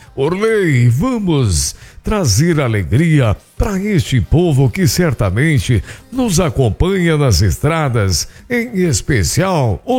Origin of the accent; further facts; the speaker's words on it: Rio Grande do Sul, Brazil; E nós somos gaúcho, tchê.